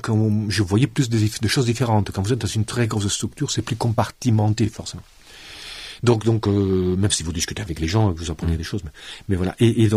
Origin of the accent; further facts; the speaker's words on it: Provence-Alpes-Côte d'Azur, France; born there; moved away as an adult; also born or lived in Paris; j'ai souhaité quitter Paris et partir à nouveau dans le sud de la France, en l'occurrence pas loin de là où je suis né, donc à Marseille. Et donc, pour ceux qui ne connaîtraient pas trop, c'est sur la Méditerranée, c'est au sud-est de la France, sur la Côte d'Azur